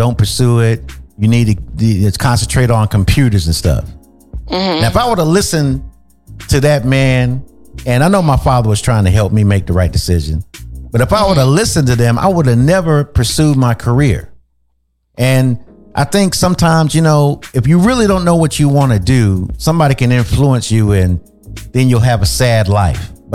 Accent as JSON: {"language": "English", "town": "Goldsboro", "region": "North Carolina", "country": "United States", "tie": "born or raised there", "said": "my father used to take me over to this man's house that used to be on the radio in my hometown in Goldsboro, North Carolina."}